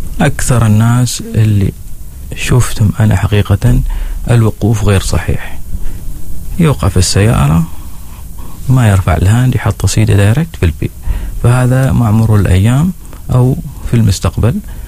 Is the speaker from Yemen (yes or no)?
no; Oman; فنحن كعمانيين ما شاء الله فول زيد أساس أنه هذاك العامل ما عنده مشكلة